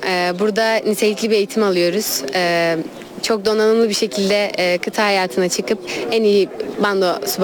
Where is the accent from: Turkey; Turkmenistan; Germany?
Turkey; Şanlıurfa; Şanlıurfalıyım.